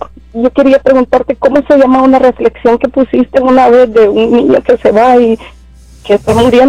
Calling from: El Salvador; yo soy de El Salvador

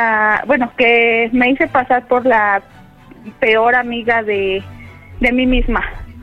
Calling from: Chalco, State of Mexico, Mexico; De Chalco.

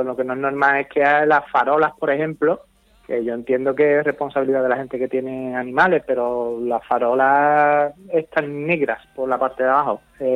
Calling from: Puerto Real, Andalusia, Spain; yo vivo en Casines, en una barriada de Puerto Real que está casi al fondo de Puerto Real, saliendo ya para San Fernando, en la salida de San Fernando.

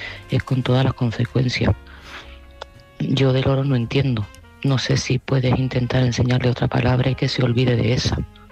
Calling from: Seville, Andalusia, Spain; de Sevilla

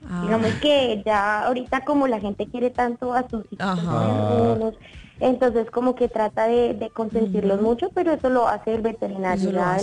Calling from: Nobsa, Boyacá, Colombia; Soy de Nopsa, Boyacá.

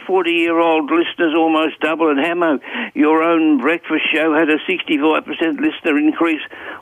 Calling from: Gladstone, Queensland, Australia; here from the classier end of Gladstone, the jewel in Queensland's crown.

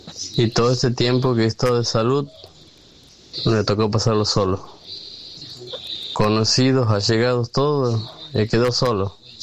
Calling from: Santiago del Estero, Argentina; soy de Santiago del Estero.

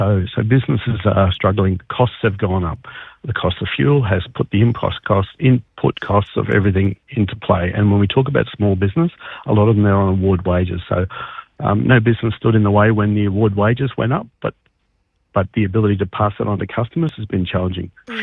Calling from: Canberra, Australian Capital Territory, Australia; Good morning, Katie. I'm calling in from Canberra.

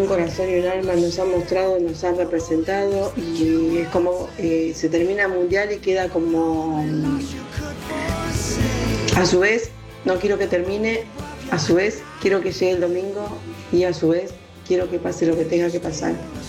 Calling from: Argentina; pero somos argentinos

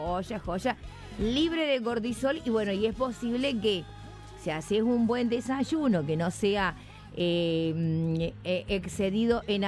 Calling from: Córdoba, Argentina; del Pocho.

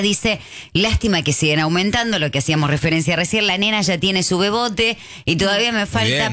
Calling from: San Miguel, Buenos Aires Province, Argentina; de San Miguel, los estoy escuchando.

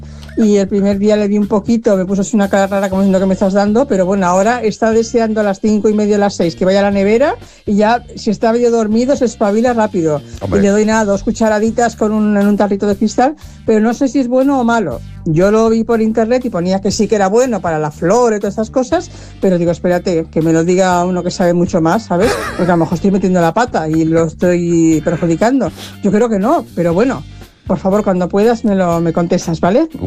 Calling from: Cornellà de Llobregat, Catalonia, Spain; aquí de Cornellá.

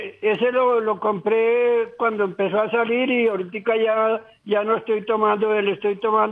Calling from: Bogotá, Colombia; Aquí en Bogotá.

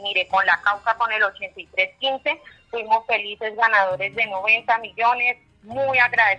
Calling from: Viotá, Cundinamarca, Colombia; Desde acá, desde Biotá, Cundinamarca

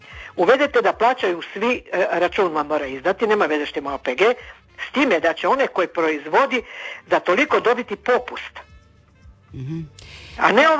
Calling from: Croatia

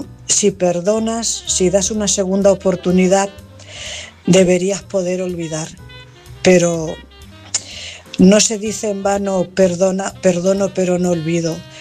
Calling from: Cuenca, Castilla-La Mancha, Spain; Buenas noches … corresponsal de Cuenca.

